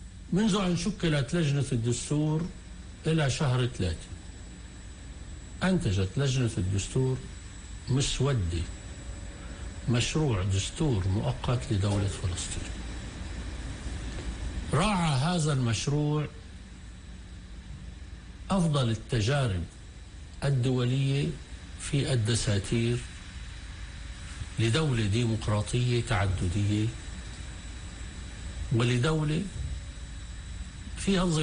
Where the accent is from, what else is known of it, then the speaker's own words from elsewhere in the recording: Palestine; احنا كل ما يتعلق فينا كفلسطينيين